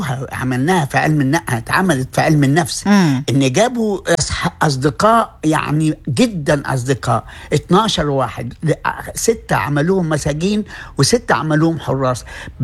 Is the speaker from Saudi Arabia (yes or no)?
no; Egypt; عندنا في مصر